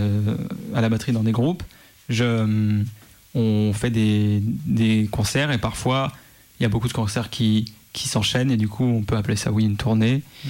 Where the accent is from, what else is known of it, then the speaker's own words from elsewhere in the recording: Saint-Étienne, Auvergne-Rhône-Alpes, France; born there; now in Lyon, France; je suis né à Saint-Etienne. Et j'aime beaucoup cette ville. C'est la ville de cœur.